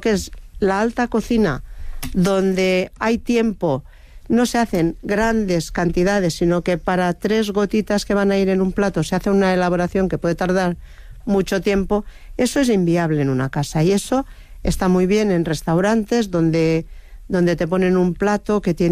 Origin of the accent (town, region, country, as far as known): Lleida, Catalonia, Spain